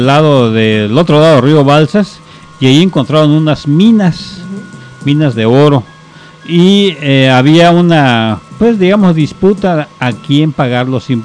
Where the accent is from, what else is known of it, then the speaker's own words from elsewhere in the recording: Guayameo, Guerrero, Mexico; mi pueblito de Guayameo